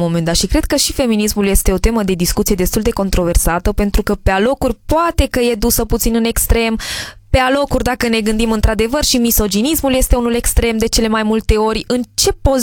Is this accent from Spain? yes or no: yes; Spain; moved away; sunt obișnuită pentru că am crescut în Spania.